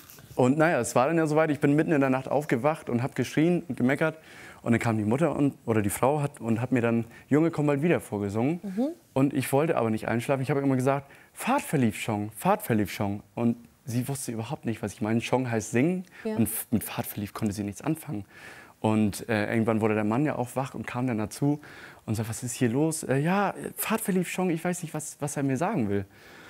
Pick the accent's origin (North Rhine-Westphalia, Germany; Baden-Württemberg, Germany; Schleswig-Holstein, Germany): Schleswig-Holstein, Germany; Oldsum; Also es wird wirklich in dem Ort, wo ich aufgewachsen bin, in Olzum, gehört das noch zur alltäglichen Umgangssprache.